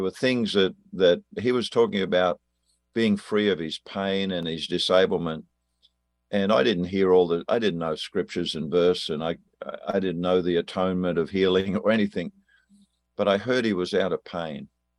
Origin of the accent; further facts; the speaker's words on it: Australia; accent: Australian; moved away; as an Australian. If you're wondering what the accent is, I'm an Australian.